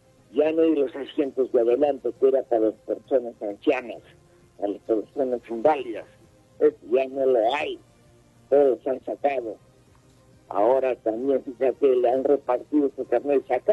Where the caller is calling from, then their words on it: Arequipa, Peru; Aquí en Arequipa han comenzado con fecha.